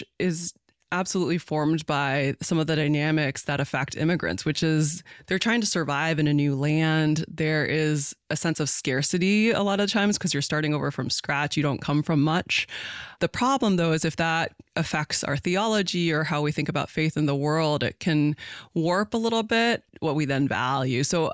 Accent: United States; I was just so fundamentally formed by Christianity, especially the flavor of it that I grew up with in America.

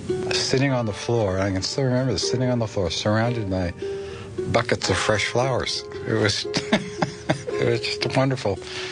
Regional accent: Beverly, Massachusetts, United States; I grew up in North Beverly, Massachusetts, and there was a branch of the Beverly Public Library within walking distance.

